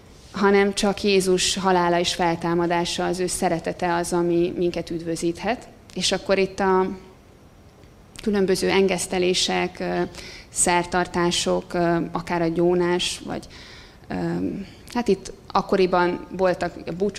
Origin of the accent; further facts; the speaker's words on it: Budapest, Hungary; ahol mi laktunk, ahol fölnőttem Gazdagréten